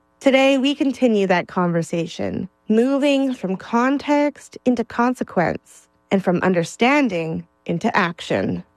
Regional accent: Kitimat Village, British Columbia, Canada; from Kitimat Village, and CFNR is my station.

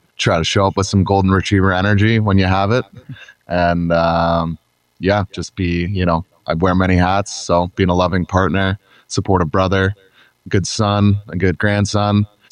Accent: Georgetown, Ontario, Canada; There was a group of us from my hometown, who was four of us who were all kind of commuting together down to Vaughan, Ontario, back to Georgetown.

